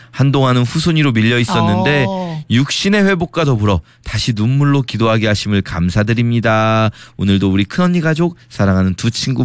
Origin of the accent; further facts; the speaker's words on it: Suwon, Gyeonggi Province, South Korea; 제가 원래 이제 고향이 수원 아니겠습니까?